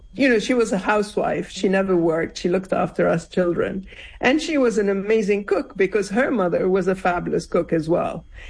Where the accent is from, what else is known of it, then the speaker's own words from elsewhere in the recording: Beirut, Beirut Governorate, Lebanon; first language Arabic; English is a second language; moved away; also born or lived in Syria / Italy; now Lebanon is in a very sad, sorry state. But when I grew up there before, you know, the civil war, we did have a kind of mini civil war when I was six. It was, you know, it was Dolce Vita. It was like you had bars and cafes where my parents lived in Western Beirut.